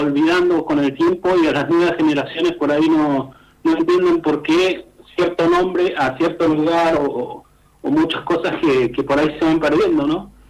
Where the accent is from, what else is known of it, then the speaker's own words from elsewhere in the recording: Zapala, Neuquén, Argentina; representar a mi pueblo acá, a Zapala.